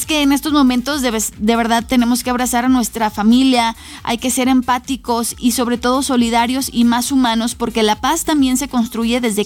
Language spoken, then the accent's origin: Spanish; Zacatecas, Mexico; como buenos zacatecanos, pues ahora sí que esperamos